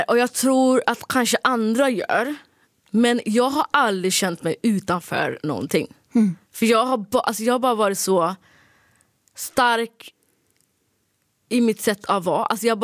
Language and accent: Swedish; Sweden; born there; now in Stockholm, Sweden; det var en krock för mig när jag kom till Sverige när jag var yngre